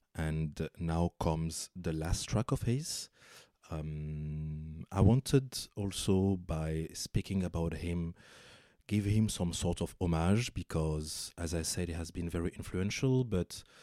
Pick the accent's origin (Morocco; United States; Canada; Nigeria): Morocco; I grew up in Morocco, and his presence as such, and also the presence of Fry, has always been extremely great and deep within also Moroccan society.